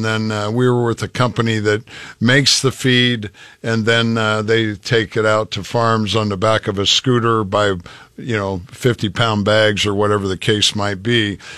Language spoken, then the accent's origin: English; Platte Center, Nebraska, United States; five families who lost their sons that are buried there from Platte County, one in Columbus, one in my hometown, Platte Center, one just 4 miles north to Corn Lea